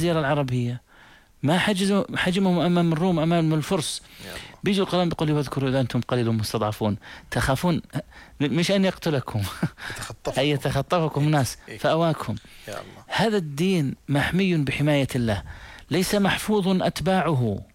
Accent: Jordan; أنا من الأردن الأردن بجانب فلسطين

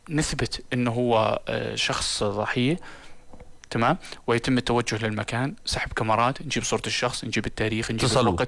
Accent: Jordan; إحنا كمجتمع أردني

